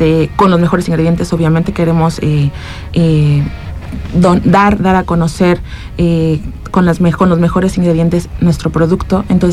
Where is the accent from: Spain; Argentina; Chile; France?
France; Spanish is a second language; yo soy francés, pero la receta es belga.